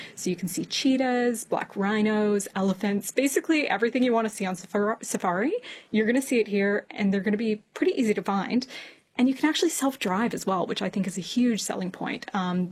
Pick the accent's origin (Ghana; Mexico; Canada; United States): Canada; I'm Canadian.